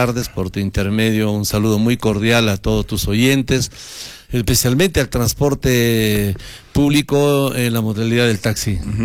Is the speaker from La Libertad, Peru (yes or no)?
no; Celendín, Cajamarca, Peru; moved away as an adult; now in Arequipa, Peru; yo soy de Selendín, he trabajado más de 19 años acá en Arequipa